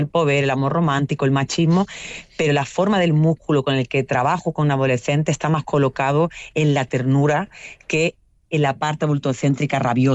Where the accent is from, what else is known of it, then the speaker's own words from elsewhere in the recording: Andalusia, Spain; si yo soy blanca, pero yo soy andaluza, no soy catalana, ni soy vasca.